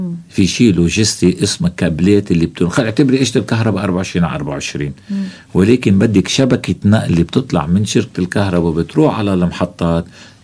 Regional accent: Lebanon; عندنا نحن بلبنان

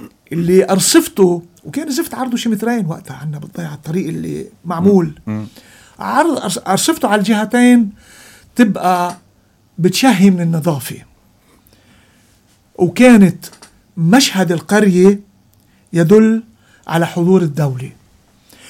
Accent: Lebanon; يعني أنا كلبناني من جذور سنية،

